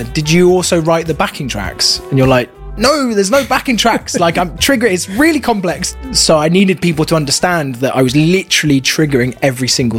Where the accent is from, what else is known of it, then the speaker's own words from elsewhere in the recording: New Forest, South East England, United Kingdom; moved away as an adult; now in London, United Kingdom; But I grew up in the New Forest. It's not a jazz scene in the New Forest. So I never had a jazz lesson. Yeah, I moved to London when I was 19.